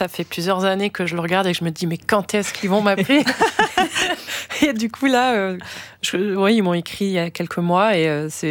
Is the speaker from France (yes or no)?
yes; France; je suis française